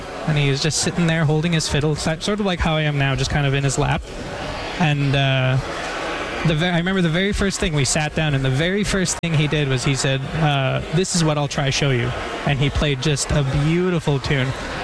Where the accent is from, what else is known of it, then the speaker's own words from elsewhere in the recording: Île-à-la-Crosse, Saskatchewan, Canada; After living in Saskatoon, I realized it was just pure magic. I mean, it was, you could, at the drop of a hat, in 5 minutes, I could go to the beach and I'd be swimming in a lake that is fresh, pure, clean water.